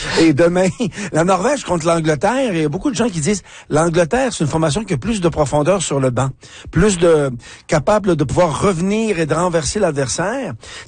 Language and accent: French; Manitoba, Canada; chez nous au Manitoba.